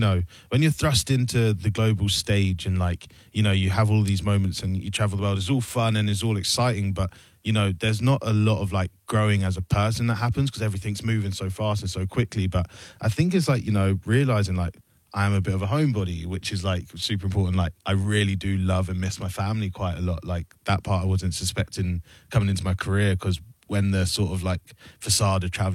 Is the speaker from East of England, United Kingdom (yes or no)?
yes; Luton, East of England, United Kingdom; I'm just from outside of London, a place called Luton. You guys definitely wouldn't know it, but it's a tiny little town outside London.